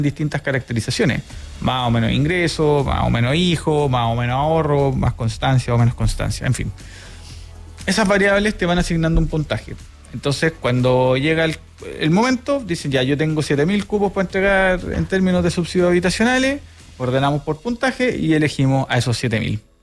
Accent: Chile; como buen chileno andamos a última hora

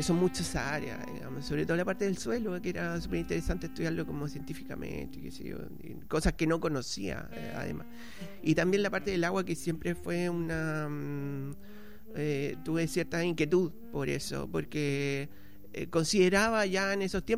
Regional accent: Peumo, O'Higgins, Chile; also born or lived in San Vicente de Tagua Tagua; yo soy oriundo de la ciudad de Peumo, en la región de O'Higgins. Estudié en San Vicente de Tahuatahua, en un colegio que se llama Colegio El Salvador.

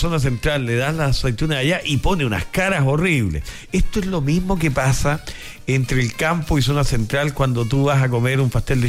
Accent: Peumo, O'Higgins, Chile; moved away; Yo vengo de Peumo, en la sexta región

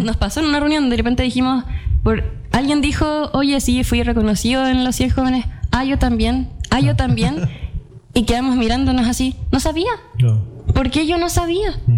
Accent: Concepción, Biobío, Chile; also born or lived in Los Ángeles, Chile; yo que nací en Los Ángeles, criada acá en Concepción

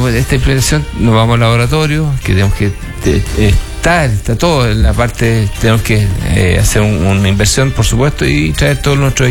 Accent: Curicó, Maule, Chile; born or raised there

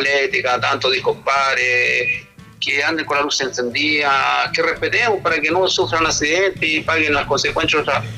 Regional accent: Cañete, Biobío, Chile; moved away; yo también era Cañete, y Cañete también se escucha. Cuando era chico era Cañete. Entonces, un saludo para Cañete, para mi pueblo donde yo me crié.

